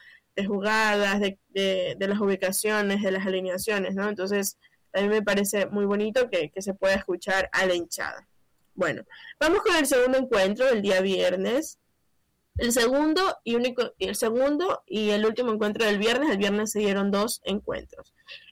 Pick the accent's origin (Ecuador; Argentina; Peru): Ecuador; no es un gol que estamos muy acostumbrados nosotros como ecuatorianos a ver